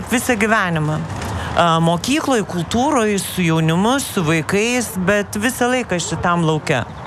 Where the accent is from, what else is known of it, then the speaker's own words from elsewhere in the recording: Pasvalys district, Panevėžys County, Lithuania; Ir esu gimiau Pasvalio rajone, gyvenau kaime, mokiausi Joniškėlį, o dabar jau nežinau, kiek metų daug, gyvenu Pasvaly.